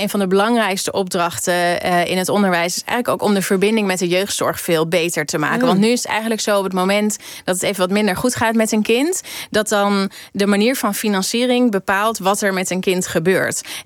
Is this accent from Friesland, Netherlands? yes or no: no; Amsterdam, North Holland, Netherlands; Want hoe krijgen wij als Amsterdammers weer meer macht over die woningmarkt?